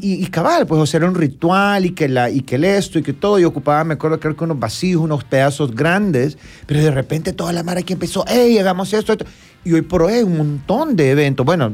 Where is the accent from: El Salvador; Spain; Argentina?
El Salvador; nosotros como salvadoreños nunca tuvimos la cultura del asado.